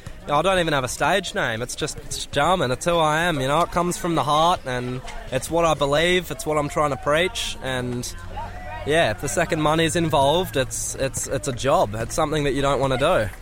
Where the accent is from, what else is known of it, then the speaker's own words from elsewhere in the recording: Bellingen, New South Wales, Australia; growing up in Bellow, this is the essence of Bellingen